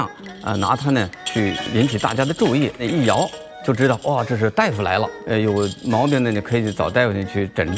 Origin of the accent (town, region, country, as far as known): China